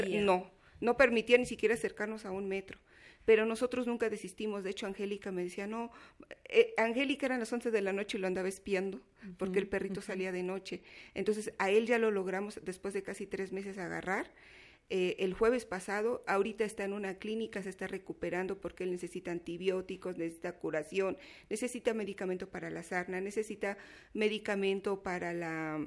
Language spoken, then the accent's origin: Spanish; Amajac, Mexico; Las tres son de aquí y yo soy de Amajac.